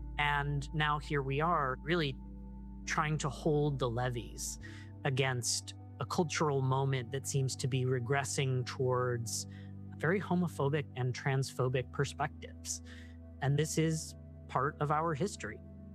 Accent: Colorado Springs, Colorado, United States; born or raised there

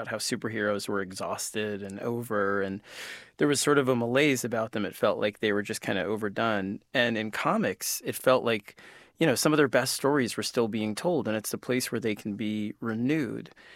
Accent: New York, United States; For me, growing up in New York, Batman felt real and immediate when he was going up against the things that I was afraid of as a kid.

